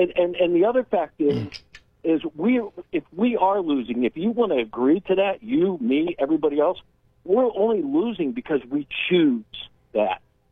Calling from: United States; as an American, I'm spoiled.

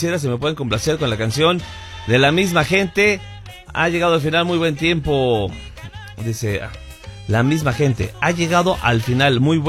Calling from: Iztacalco, Mexico City, Mexico; de Iztacalco, de Granjas, México

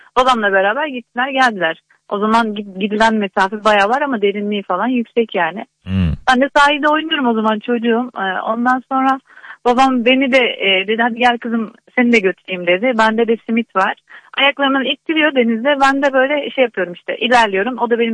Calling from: İzmit, Kocaeli, Turkey; Ben İzmit'ten arıyorum.

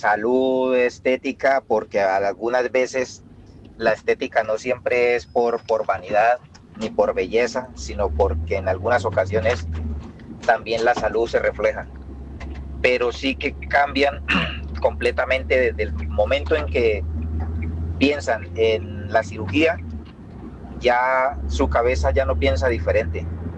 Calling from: Spain; yo llamo desde España.

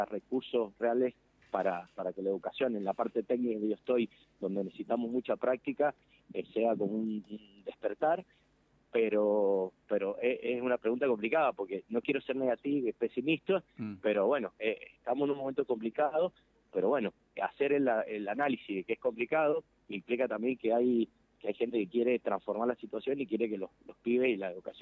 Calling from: Costa de Araujo, Mendoza, Argentina; yo vivo en Costa Araujo

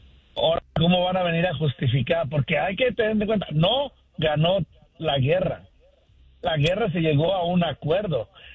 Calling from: Sacramento, California, United States; Buenos días, Andreina, aquí de Sacramento.

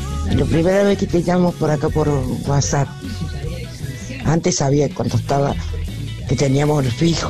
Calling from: Córdoba, Argentina

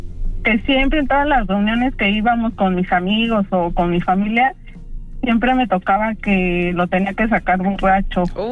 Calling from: Mexico City, Mexico; De la alcaldía Coyoacán.

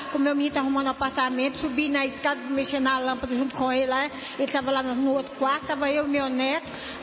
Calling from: Belo Horizonte, Minas Gerais, Brazil; moro no Barreiro.

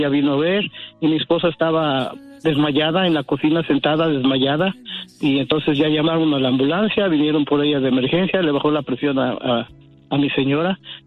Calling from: Stockton, California, United States; De Stockton.

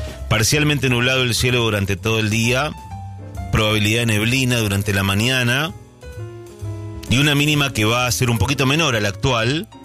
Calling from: Ramos Mejía, Buenos Aires Province, Argentina; también otra de Ramos Mejía.

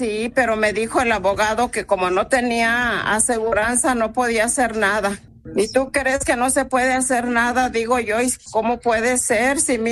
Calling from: Corona, California, United States; En Corona, cerca de donde vivimos. Yo vivo en Corona, California

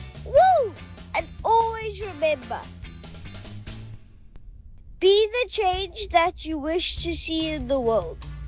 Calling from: Johannesburg, Gauteng, South Africa; from Joburg.

